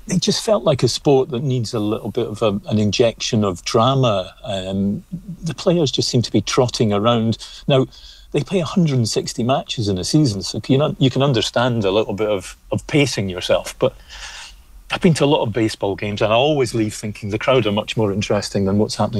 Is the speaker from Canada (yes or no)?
no; Scotland, United Kingdom; my hometown in southwest Scotland.